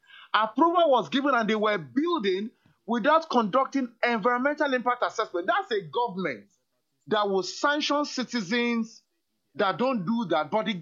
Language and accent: English; Lagos, Nigeria; also born or lived in Badagry; I'm from Lagos. My ancestry a billion times over is Lagos. It's never going to be taken away.